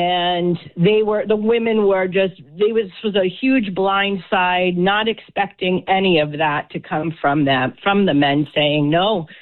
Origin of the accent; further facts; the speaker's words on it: Barrington, United States; moved away; to be part of the Italian Catholic community. I'm originally from Barrington, so that's where my Italian heritage came from.